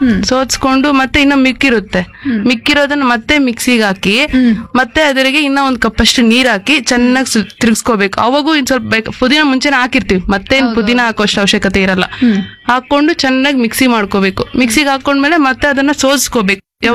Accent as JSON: {"language": "Kannada", "town": "Kolar Gold Fields", "region": "Karnataka", "country": "India", "said": "ನಾನು ಕೆಜಿಎಫ್ ಗ್ರಾಮಾಂತರ ಕಡೆಯಿಂದ ಬಂದಿದ್ದೀನಿ."}